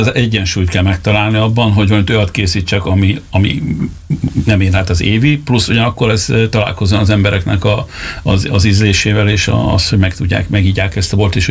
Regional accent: Kaposvár, Somogy, Hungary; now in Vecsés, Hungary; én kaposvári vagyok, tehát vidéki. Tehát én Budapestet őszintén nem szeretem. Most is ugye Vecsésen lakunk, az is kvázi falu, az városi jogilag

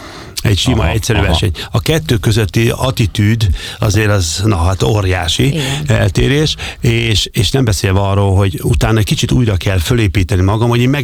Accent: Gyula, Békés, Hungary; mikor gyerekként ugye kerestem a helyemet Gyulán, ahol én felnőttem, a Gyulán az atlétika élet az magas színvonalú volt

